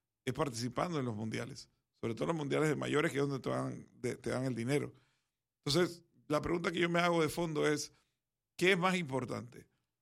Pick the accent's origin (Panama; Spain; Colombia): Panama; Si yo tengo que elegir hoy como panameño